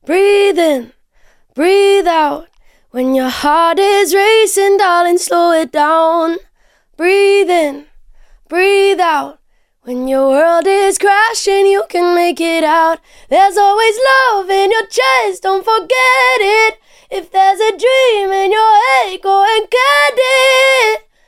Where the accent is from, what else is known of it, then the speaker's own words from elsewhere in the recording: Hamburg, Germany; moved away as an adult; now in Berlin, Germany; gebürtige Hamburgerin